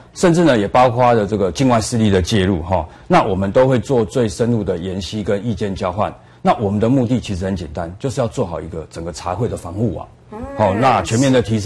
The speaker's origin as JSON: {"language": "Chinese", "country": "Taiwan", "said": "那我想身为台湾人民都知道哈、我们都是要循民主的投票方式来决定我们国家的未来"}